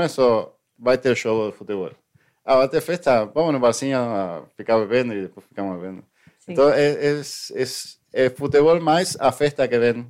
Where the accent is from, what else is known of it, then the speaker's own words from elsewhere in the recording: Argentina; Portuguese is a second language; now in Brazil; Então, todo brasileiro, quando sabe que eu sou argentino, começa, aí, me pelé, Maradona, sempre tem a conversa e sempre tem a brincadeira.